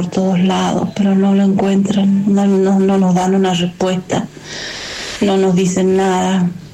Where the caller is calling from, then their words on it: Rodeo de la Cruz, Mendoza, Argentina; del Rodeo de la Cruz, de acá, de la calle Milagro.